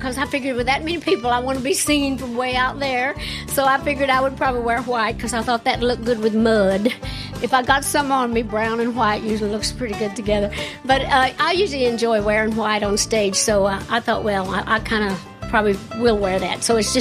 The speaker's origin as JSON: {"language": "English", "region": "Tennessee", "country": "United States", "tie": "born or raised there", "said": "I grew up in the mud. My daddy was a farmer. I grew up in East Tennessee over in America, so that was how we made our living on a farm."}